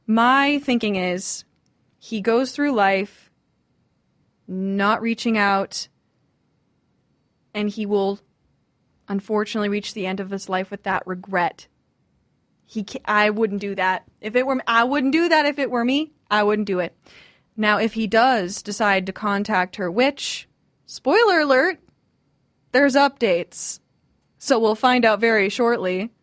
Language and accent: English; United States; born there; going through the U.S. school system